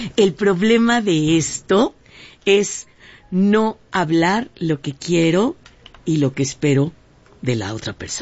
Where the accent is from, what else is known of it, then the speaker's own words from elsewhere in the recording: Mexico; Y sí, claro, sí, somos mexicanos, no, a ver, ¿qué somos?